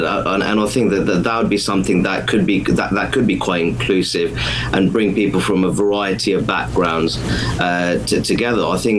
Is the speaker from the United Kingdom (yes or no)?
yes; United Kingdom; and I say that as a British Muslim social conservative.